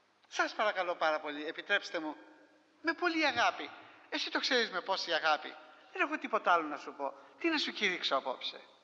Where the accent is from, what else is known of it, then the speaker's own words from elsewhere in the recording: Corfu, Ionian Islands, Greece; στην Κέρκυρα, στην πατρίδα μου, όταν ήμασταν παιδιά